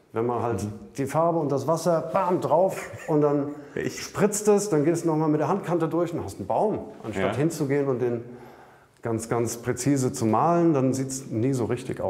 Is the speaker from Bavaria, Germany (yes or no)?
no; Runkel, Hesse, Germany; Ja, also jetzt nicht hier um Laurenburg rum, sondern da, wo ich herkomme, bei Runkel an der Lahn.